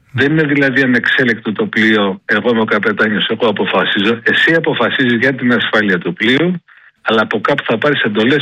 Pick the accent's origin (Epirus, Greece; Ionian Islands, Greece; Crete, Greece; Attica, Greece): Epirus, Greece; Igoumenitsa; εγώ είμαι από την Οικουμενίτσα.